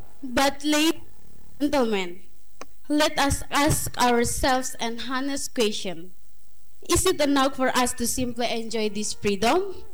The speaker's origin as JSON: {"language": "English", "town": "Fatubaa", "region": "East Nusa Tenggara", "country": "Indonesia", "said": "I come from its edge. I come from Fatubaa, from Belu, from the very frontier where the red and white flag meets the border of Timor-Leste."}